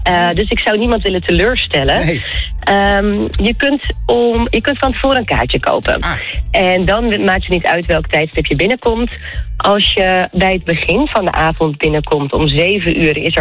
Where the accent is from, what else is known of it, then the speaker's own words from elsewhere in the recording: Rotterdam, South Holland, Netherlands; Dat is natuurlijk ook voor ons in de buurt als Rotterdammer.